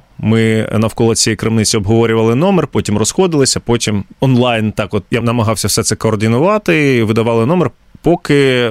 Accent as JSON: {"language": "Ukrainian", "town": "Luhansk", "region": "Luhansk Oblast", "country": "Ukraine", "said": "Ми самі з Луганська і частково з Донеччини, з Луганщини."}